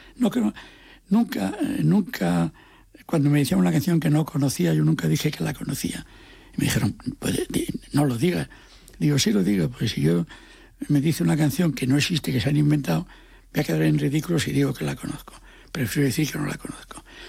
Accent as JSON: {"language": "Spanish", "region": "Asturias", "country": "Spain", "said": "Como yo soy asturiano"}